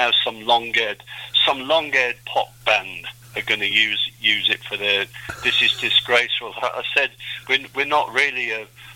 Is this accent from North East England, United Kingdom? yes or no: no; Birmingham, West Midlands, United Kingdom; I grew up in Birmingham